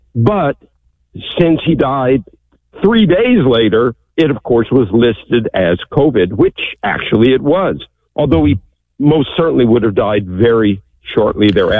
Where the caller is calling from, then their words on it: San Antonio, Texas, United States; I'm a registered nurse in San Antonio, Texas